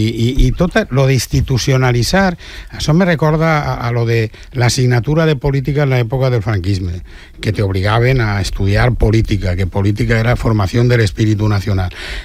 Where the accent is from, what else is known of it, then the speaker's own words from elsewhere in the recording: Valencian Community, Spain; first language Valencian; jo sempre la meva llengua materna és el valencià, penso en valencià